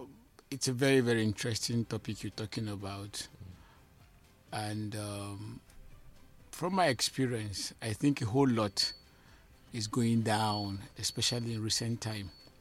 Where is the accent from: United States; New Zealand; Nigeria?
Nigeria; Minna, Niger State; I was born in Mina, you know, I grew in Mina